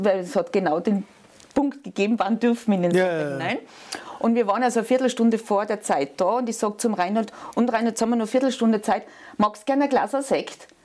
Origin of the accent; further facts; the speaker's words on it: western Austria, Austria; wir sind alle aus dem Westen.